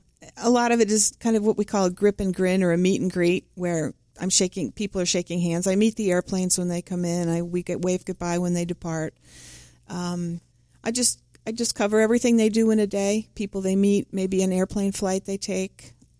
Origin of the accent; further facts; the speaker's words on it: Connecticut, United States; I come from Connecticut.